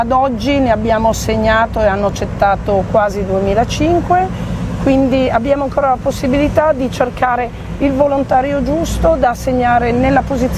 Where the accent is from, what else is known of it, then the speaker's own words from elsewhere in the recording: Imperia, Liguria, Italy; Io sono di Imperia.